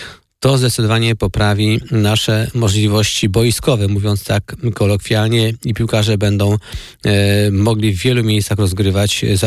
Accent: Rybno, Masovian Voivodeship, Poland; Tak, ja pochodzę z ziemi sochaczewskiej, z gminy Rybno

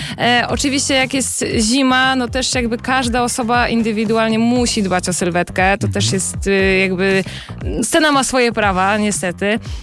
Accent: Sochaczew, Masovian Voivodeship, Poland; że jest moje rodzinne miasto, no to było niesamowite przeżycie i to był ogromny stres, bo wiedziałam, że będzie bardzo dużo moich znajomych, rodziny, ludzi z pracy, ludzi, które mnie jakby kojarzą po prostu z Sochaczewa.

